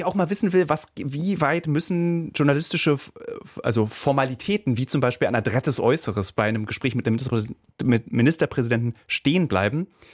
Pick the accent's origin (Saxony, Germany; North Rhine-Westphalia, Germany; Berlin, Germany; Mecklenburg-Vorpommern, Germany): Berlin, Germany; ich komme aus Ostberlin.